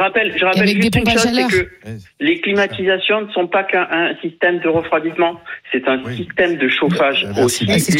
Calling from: Marseille, Provence-Alpes-Côte d'Azur, France; moi je suis à Marseille

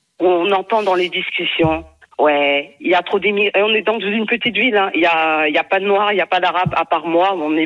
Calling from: Pays de la Loire, France; Je suis en Vendée, je suis dans une petite ville.

